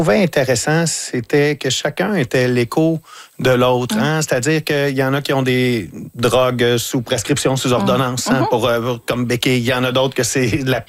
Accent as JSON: {"language": "French", "town": "Lavaltrie", "region": "Quebec", "country": "Canada", "lives_now": "Montreal, Canada", "said": "moi, je viens de la Valtrie, dans la région de la Naudière. Puis quand je suis arrivé à Montréal, c'était ma porte d'entrée vers Montréal. Et j'ai pas mal toujours habité là depuis 25 ans."}